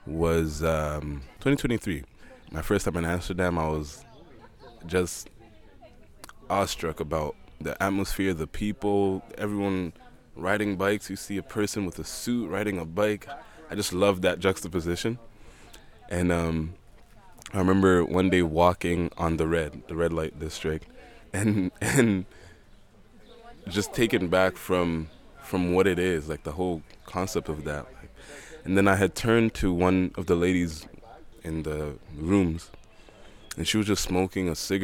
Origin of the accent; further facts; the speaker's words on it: Toronto, Ontario, Canada; moved away as an adult; also born or lived in London; now in Ghana; I'm from Toronto, Canada.